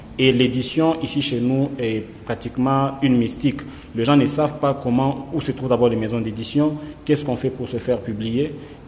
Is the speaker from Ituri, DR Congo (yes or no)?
no; Kolwezi, Lualaba, DR Congo; moved away as an adult; also born or lived in Lubumbashi; Et donc, je suis né à Kolwezi, j'ai grandi à Kolwezi. Et puis, en 2014, j'ai quitté Kolwezi, la laissant au statut de ville. Et je suis venu à Lubumbashi étudier.